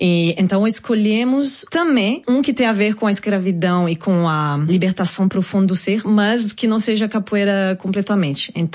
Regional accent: France; Eu me inspiro pela música brasileira, mas eu sou também francesa.

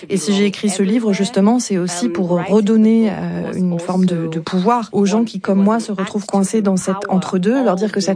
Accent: Germany; Et moi, j'ai grandi effectivement avec des gens qui me disaient que j'étais trop noire pour être allemande et qui me disaient qu'il fallait que je rentre chez moi.

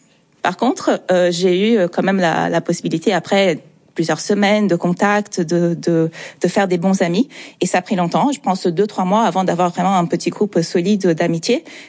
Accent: São Paulo, Brazil; French is a second language; moved away as an adult; now in France; je suis brésilienne et croate. J'ai vécu jusqu'à mes 18 ans à São Paulo, au Brésil. J'étais au lycée français à São Paulo. Je suis venue en France ensuite pour mes études

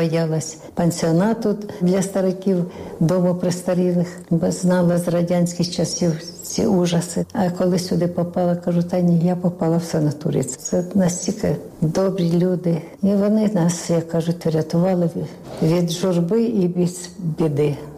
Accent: Donbas, Ukraine; born there; now in Khmelnytskyi, Ukraine; Народилася на Донбасі.

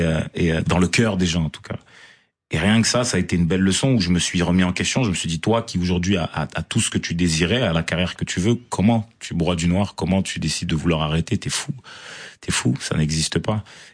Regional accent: Marseille, Provence-Alpes-Côte d'Azur, France; quand je dis des fois aux gens que je viens de Marseille, ils disent mais tu dégages pas du tout la vibe de Marseille

